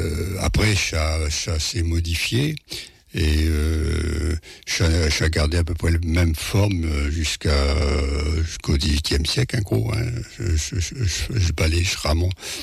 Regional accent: Paris, Île-de-France, France; et là, je ne viens pas des Amériques, je viens plutôt de Paris

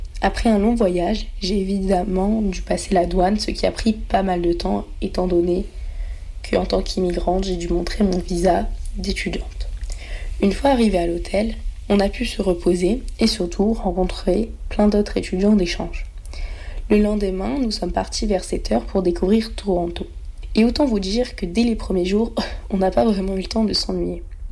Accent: Hauts-de-France, France; je viens d'un village près d'Arras et j'ai actuellement 17 ans.

